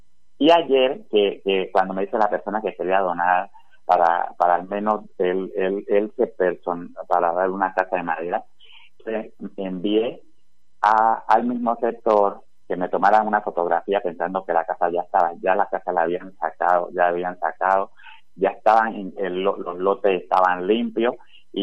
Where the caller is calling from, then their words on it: Buenaventura, Valle del Cauca, Colombia; quiénes somos los porteños, cómo somos las personas de Buenaventura.